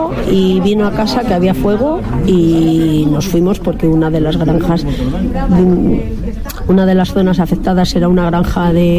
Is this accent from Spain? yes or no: yes; Losana de Pirón, Castile and León, Spain; y luego vi cómo se estaba acercando a mi pueblo, que es Losana de Pirón.